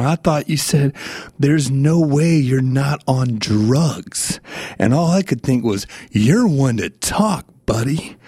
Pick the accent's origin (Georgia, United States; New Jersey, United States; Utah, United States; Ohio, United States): Georgia, United States; born there; I was born in Georgia. We both got family throughout the South.